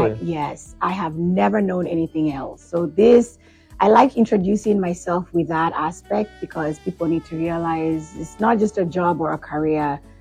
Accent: Kenya; now in Leesburg, Georgia, United States; Well, originally I'm from Kenya, born and raised, and then came to the U.S. many, many years ago.

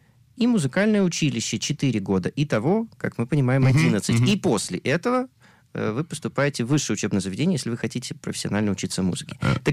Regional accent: Nizhny Tagil, Sverdlovsk Oblast, Russia; moved away as an adult; also born or lived in Yekaterinburg; now in Haifa, Israel; я из России, с Урала, из маленького города Нижнего Тагила, где я родился, начинал учиться там в первой музыкальной школе имени Римского-Корсакова

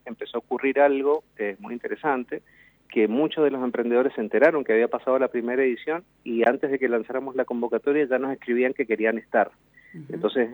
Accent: Mendoza, Argentina; lo que somos nosotros como mendocinos en este oasis y en este desierto

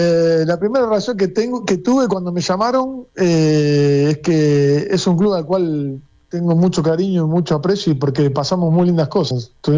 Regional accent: Rosario, Santa Fe, Argentina; allá por mis pagos, yo soy de Rosario.

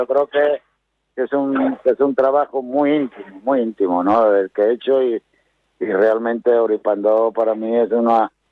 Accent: Jerez de la Frontera, Andalusia, Spain; Subir al escenario en mi tierra, en Jerez, los nervios son el doble.

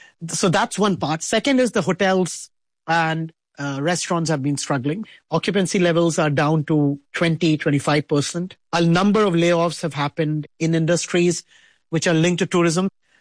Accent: India; I come from India, I see that in India.

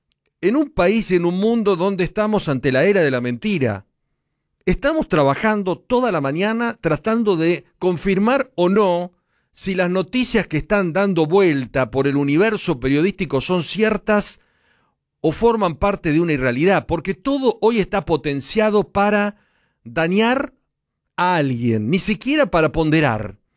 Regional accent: Argentina; somos futboleros y por sobre todas las cosas somos argentinos

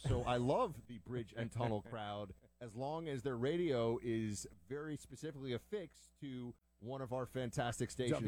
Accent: New York City, New York, United States; First of all, I grew up in New York City.

